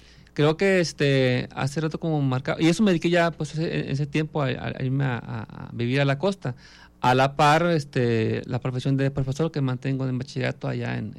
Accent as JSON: {"language": "Spanish", "region": "Jalisco", "country": "Mexico", "said": "encuentro más conexión pues a mi tierra con la novela, ¿no? Porque le encuentro muchos facetas que el escritor conoce de la gente local, sabía bien cómo eran nuestras costumbres, nuestros modos, inclusive de pensar"}